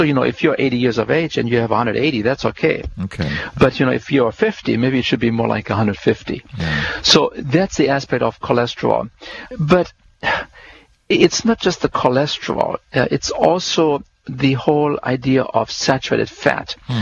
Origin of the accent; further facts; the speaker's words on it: Germany; When I grew up in Germany and spent some time as a child on my grandfather's little farm, the cows would usually hang around for 20 years.